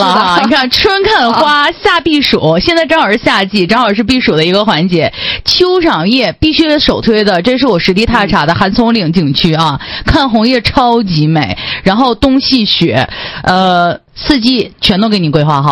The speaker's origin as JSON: {"language": "Chinese", "region": "Jilin", "country": "China", "said": "在我们的家乡有这么多的吉林美景。"}